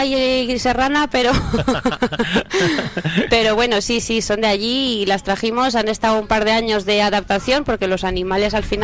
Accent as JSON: {"language": "Spanish", "town": "Canicosa de la Sierra", "region": "Castile and León", "country": "Spain", "said": "Bueno, especial para mí, que soy de allí. Y además, y bueno, volver al pueblo después de 12 años por ahí dando vueltas"}